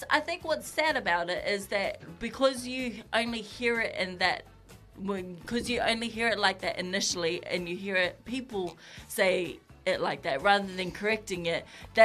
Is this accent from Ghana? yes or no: no; Australia; moved away; we grew up in Aussie